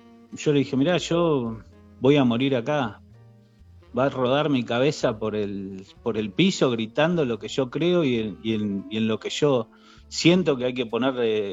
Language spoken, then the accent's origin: Spanish; Buenos Aires, Argentina; now in Santa Rosa, Argentina; nosotros nos vinimos de Buenos Aires, toda la familia a vivir acá a Santa Rosa, La Pampa.